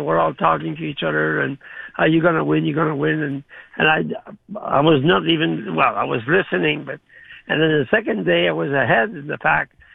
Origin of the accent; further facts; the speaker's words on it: Canada; the only overall winner, not an American this year, was a Canadian, and it was me.